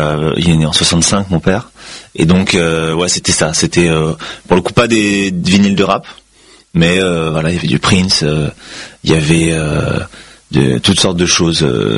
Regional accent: Nanterre, Île-de-France, France; now in Paris, France; Je suis originaire de Nanterre dans le 92.

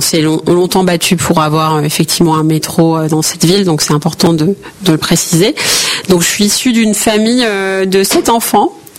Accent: Rosny-sous-Bois, Île-de-France, France; born there; Alors moi je suis née à Rosny-sous-Bois. C'est une commune aujourd'hui qui comprend 45 000 habitants.

